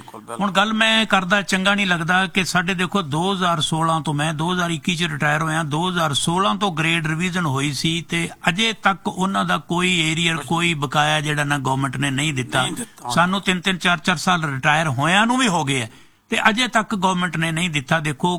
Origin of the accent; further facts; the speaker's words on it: Punjab, India; moved away as an adult; now in Canada; ਸਾਡਾ ਪੰਜਾਬ ਉਹ ਬਹੁਤ ਵਧੀਆ ਹੈ, ਸਾਡੀਆਂ ਜੜ੍ਹਾਂ ਉੱਥੇ ਹੈ, ਸਾਡੀਆਂ ਰੂਟਸ ਉੱਥੇ ਹੈ, ਸਾਡੇ ਬੱਚੇ ਭੈਣ ਭਰਾ, ਸਾਡਾ ਬਚਪਨ ਉੱਥੇ ਬੀਤਿਆ, ਜਵਾਨੀ ਉੱਥੇ ਬੀਤੀ ਹੈ।